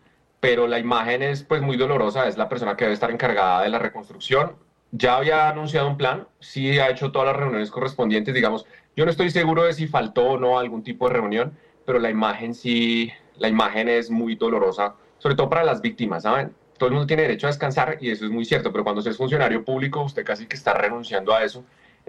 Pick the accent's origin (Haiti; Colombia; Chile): Colombia